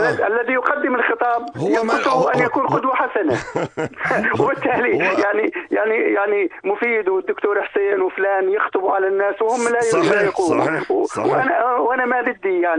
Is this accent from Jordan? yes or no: yes; Jordan; وانا دائما بقول بنلوم دائما الدولة سواء عندنا في الأردن او غيرنا.